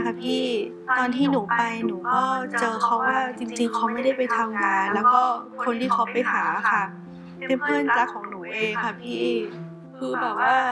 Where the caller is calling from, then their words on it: On Nut, Bangkok, Thailand; บ้านอยู่อ่อนนุชค